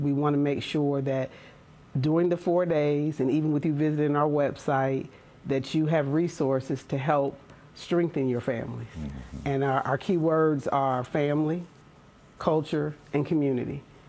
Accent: Cincinnati, Ohio, United States; excited to be here in my hometown of Cincinnati

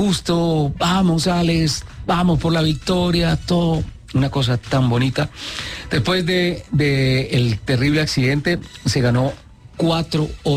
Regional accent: Colombia; Yo soy colombiano.

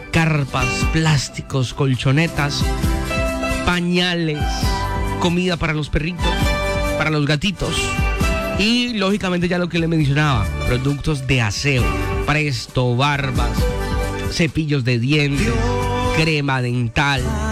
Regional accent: Colombia; Pero somos colombianos y los colombianos, hombre, tenemos como esa garra para salir de esas.

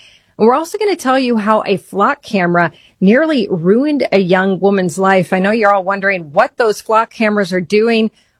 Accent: Michigan, United States; an update on how to feel about my home state of Michigan

